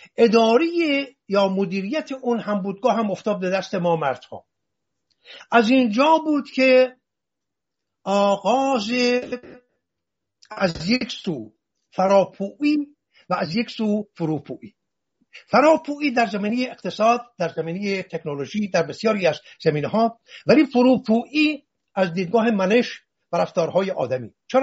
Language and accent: Persian; Iran